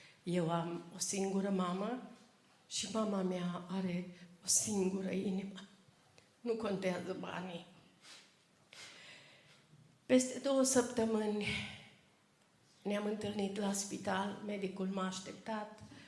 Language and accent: Romanian; Romania; Eram oarecare din România pentru el.